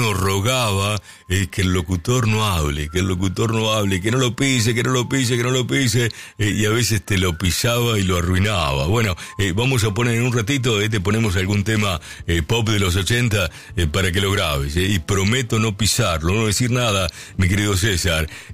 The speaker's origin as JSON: {"language": "Spanish", "country": "Argentina", "said": "Y como argentinos, ¿qué debemos aprender? Debemos aprender a ser más tolerantes."}